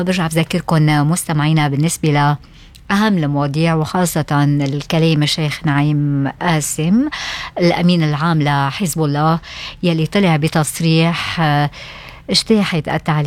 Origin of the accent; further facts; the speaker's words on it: Lebanon; عنا بلبنان